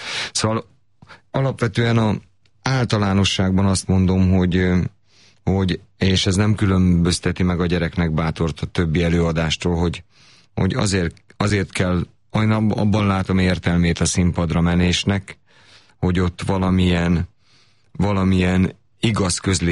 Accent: Ajka, Veszprém County, Hungary; moved away; Ajkán nőttem fel onnan 15 kilométerre

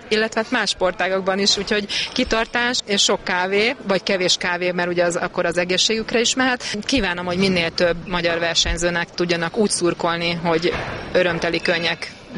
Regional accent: Hungary; Én teljes mértékben magyar vagyok Magyarországon.

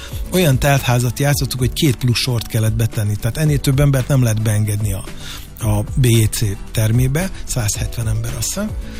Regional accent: Hungary; first language Hungarian; Mert miért én nem vagyok magyar? Na most azért ezen gondolkozzunk el. Ez az anyanyelvem. Ebben a kultúrában nőttem fel.

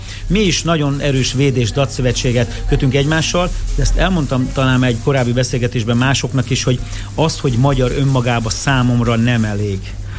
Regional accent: Hungary; mi magyarok vagyunk, anyuban van egy kis sváb beütés

